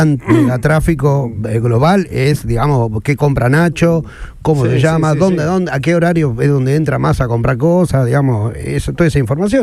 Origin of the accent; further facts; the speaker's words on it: Argentina; nos vemos como somos, argentinos, buena gente, gente de derecho, familiares, apasionados del fútbol.